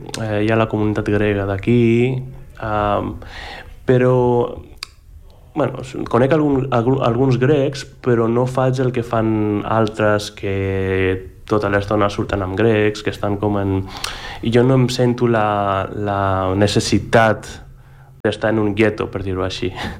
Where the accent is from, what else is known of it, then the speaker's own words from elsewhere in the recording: Greece; Catalan is a second language; moved away as an adult; now in Catalonia, Spain; jo també sóc de Grècia, sóc d'aquí, sóc... són parts meves, totes dues.